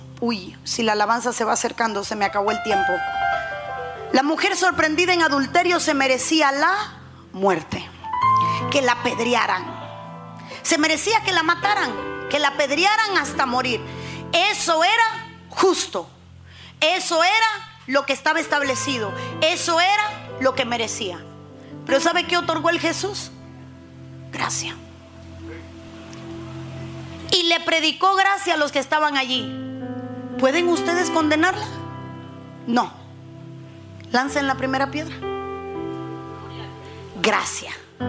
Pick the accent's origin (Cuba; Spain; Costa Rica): Cuba; moved away; Yo era de Vista Alegre.